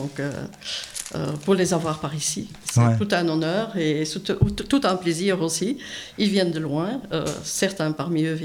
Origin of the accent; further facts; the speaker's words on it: Belgium; now in France; Je suis belge, mais il n'y a jamais eu d'Ara des Cascades